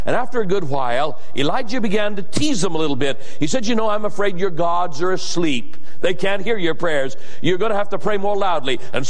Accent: Boise, Idaho, United States; my hometown newspaper. The Idaho Statesman, Boise, Idaho.

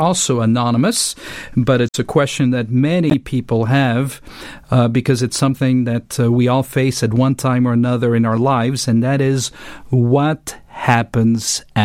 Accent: Switzerland; first language French; English is a second language; moved away; I come from the little country of Switzerland, and Switzerland has three official languages. My mother tongue, using the word tongue or language, is French.

